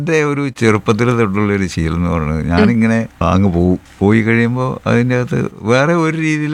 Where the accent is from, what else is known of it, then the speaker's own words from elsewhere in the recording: Arikkuzha, Kerala, India; തൊടുപുഴ തന്നെയാണ്. തൊടുപുഴ അരിക്കുഴ എന്ന് പറയുന്ന ഗ്രാമത്തിലാണ് ഞാൻ ജനിച്ചതും വളർന്നതും.